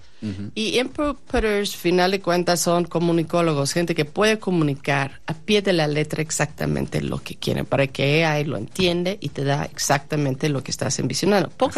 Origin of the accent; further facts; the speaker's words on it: San Miguel de Allende, Guanajuato, Mexico; Así es, mi pueblo.